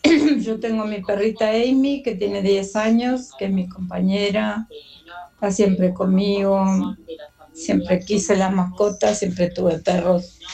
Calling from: Muñiz, Buenos Aires Province, Argentina; de Muñiz.

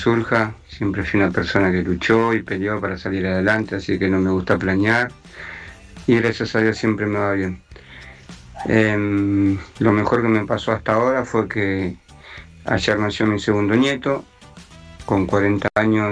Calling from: San Miguel, Buenos Aires Province, Argentina; de San Miguel, barrio Mitre.

